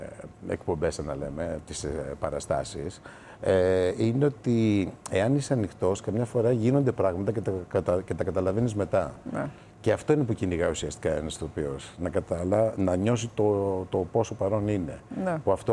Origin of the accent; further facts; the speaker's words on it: Greece; γι' αυτό είμαι Έλληνας προφανώς